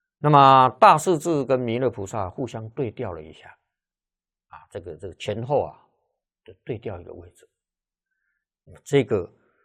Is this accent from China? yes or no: yes; China; 我们中国人常讲的那个压轴好戏就放在最后面